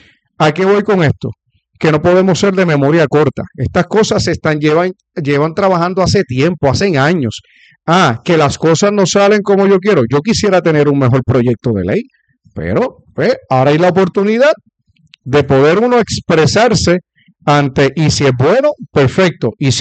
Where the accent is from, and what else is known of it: Puerto Rico